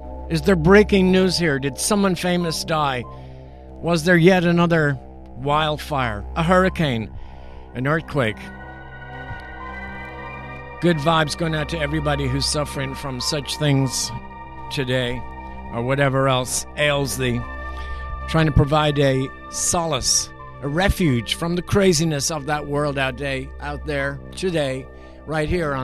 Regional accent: Ireland; moved away; I've been everywhere, up and down, into Scotland, across Wales, and of course, growing up in Ireland and traveling through Northern Ireland.

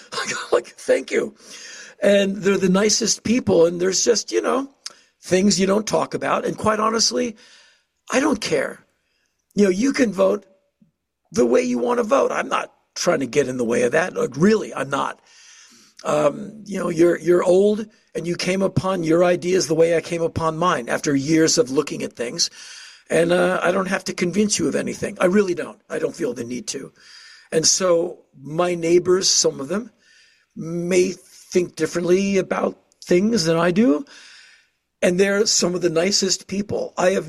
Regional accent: Washington, District of Columbia, United States; born there; moved away as an adult; also born or lived in Los Angeles; now in Nashville, United States; I come from Washington, D.C., bordered by Maryland, Virginia.

